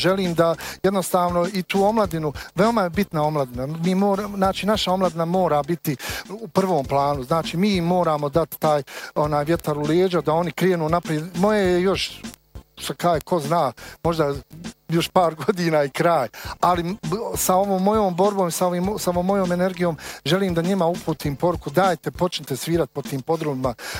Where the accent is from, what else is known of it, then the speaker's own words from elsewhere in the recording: Bosnia & Herzegovina; da mi kao Bosanci i Hercegovci imamo naše pjesme i da ne pjevaju se više kaveri